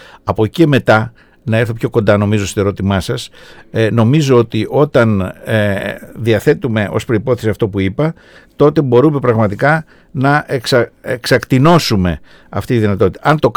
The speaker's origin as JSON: {"language": "Greek", "country": "Greece", "said": "εγώ είμαι εκ της Νοτιού Ελλάδος, μόνο ότι όπως οι περισσότεροι χωρίζεις και από τη Βόρειο και από την εκτός των ορίων Ελλάδα, διότι έχω καταγωγή από την Νήσο Ύμβρο."}